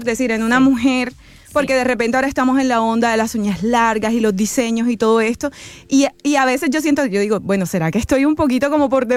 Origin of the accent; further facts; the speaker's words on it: Colombia; moved away; Yo soy de Colombia, en Colombia decimos el peluquero.